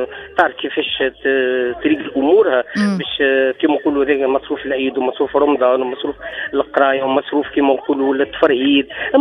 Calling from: Tunis, Tunis Governorate, Tunisia; نرجع من باب السويقة تونس العاصمة.

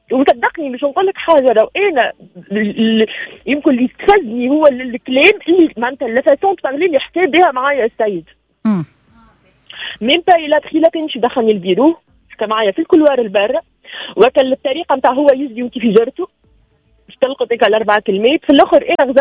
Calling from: Tunisia

